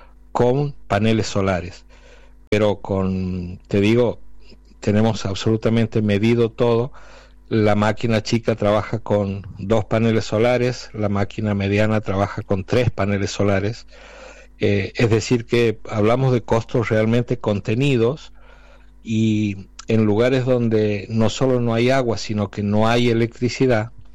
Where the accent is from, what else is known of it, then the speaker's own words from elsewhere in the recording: La Banda, Santiago del Estero, Argentina; Santiago del Estero, sí, señor.